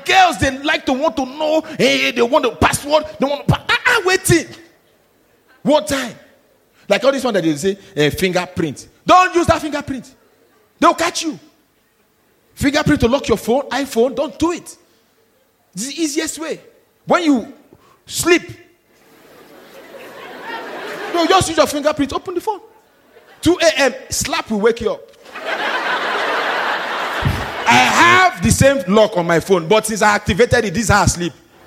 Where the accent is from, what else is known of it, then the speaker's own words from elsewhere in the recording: Nigeria; so I'm Nigerian.